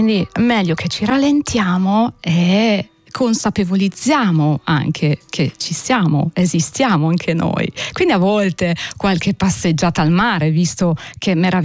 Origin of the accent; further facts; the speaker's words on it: Budapest, Hungary; moved away as an adult; also born or lived in Lake Garda, Italy; now in Italy; le mie origini, la mia radice è proprio la terra ungherese. Quindi io vengo da Budapest e mi sono tuffata nel mondo dell'esperienza molto giovane, e quindi 21 anni, 22 anni mi sono trasferita in Italia e ho vissuto tantissimi anni in Italia.